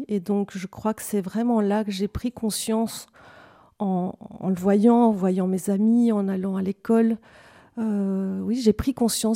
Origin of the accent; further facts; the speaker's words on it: Guanajuato, Mexico; now in Belgium; Et donc j'ai passé une bonne partie de mon enfance au Mexique. Et plus précisément à 500 km au-dessus de Mexico, dans une petite ville magnifique, universitaire, culturelle, qui s'appelle Guanajuato.